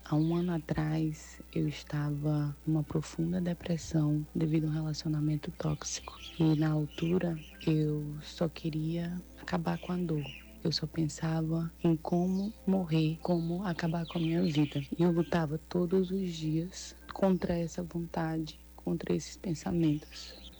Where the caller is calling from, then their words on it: Carauari, Amazonas, Brazil; sou de Carauari, no Amazonas